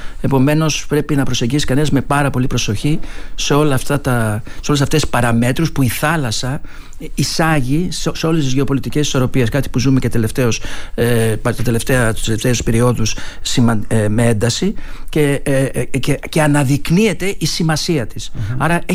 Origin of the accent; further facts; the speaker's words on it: Thessaly, Greece; Κοιτάξτε, η καταγωγή μου είναι από τη Θεσσαλία, και μάλιστα μία συνιστόσα, να χρησιμοποιήσω αυτή τη λέξη, είναι από τη Ατρίκαλα και άλλη από την Καρδίτσα.